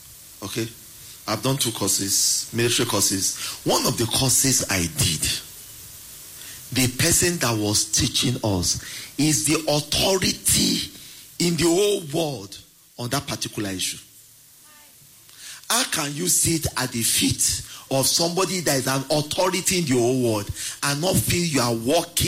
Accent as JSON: {"language": "English", "town": "Ibadan", "region": "Oyo", "country": "Nigeria", "tie": "born or raised there", "said": "When I was growing up, I grew up in University of Ibadan."}